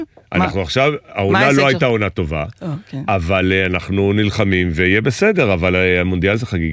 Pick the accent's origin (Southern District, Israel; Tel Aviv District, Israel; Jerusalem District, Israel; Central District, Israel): Jerusalem District, Israel; Jerusalem; אני ירושלמי